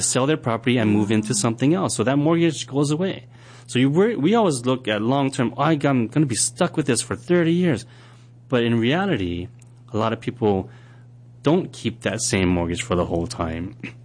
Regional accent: Kaneohe, Hawaii, United States; I grew up in Kaneohe.

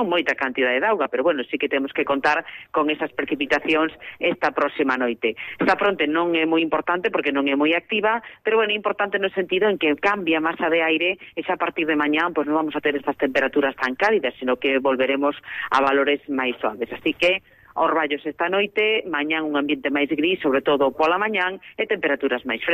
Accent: A Coruña, Galicia, Spain; Eu son da Coruña, así que vamos pues, a dixar.

